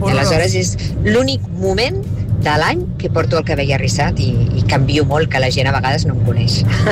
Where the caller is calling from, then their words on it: Girona, Catalonia, Spain; de Girona.